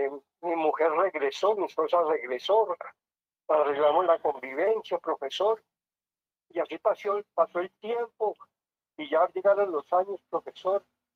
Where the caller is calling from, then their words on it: Tunja, Boyacá, Colombia; De Tunja, profesor, el barrio El Consuelo